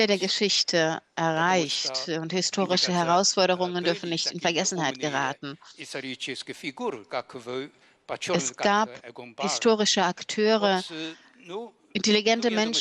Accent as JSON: {"language": "German", "region": "Shanghai", "country": "China", "second_language": "German", "said": "Ich komme aus Shanghai, aus China."}